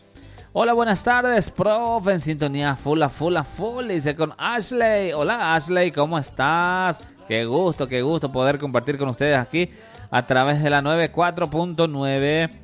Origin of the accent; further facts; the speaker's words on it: Paraguay; somos paraguayos, somos de la garra guaraní.